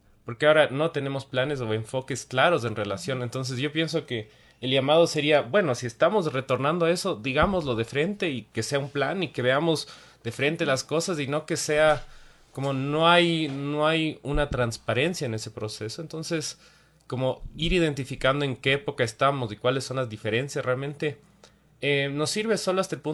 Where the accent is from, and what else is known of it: Ecuador